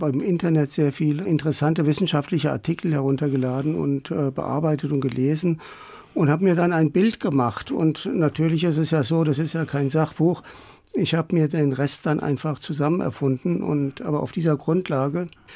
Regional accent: Germany; Ja, also ich bin ja auch hier in Deutschland aufgewachsen und kann das so ein bisschen nur von der Perspektive von hier aus auf den Iran beurteilen, natürlich anders als Sie und viele andere gebürtige Deutsche.

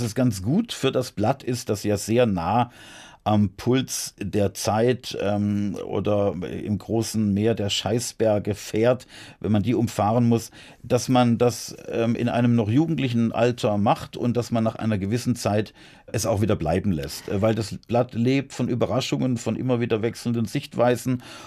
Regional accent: Heilbronn, Baden-Württemberg, Germany; Ich glaube, ich 88 erstmals in meiner Heimatstadt Heilbronn als unabhängiger Kandidat zur Landtagswahl angetreten.

